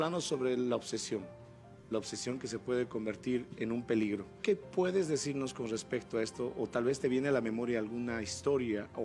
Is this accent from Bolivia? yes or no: yes; Bolivia